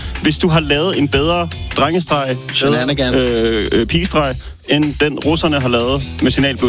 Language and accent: Danish; Copenhagen, Capital Region of Denmark, Denmark; Jeg voksede op på Nørrebro, der lavede vi krig med raketter og bomberøg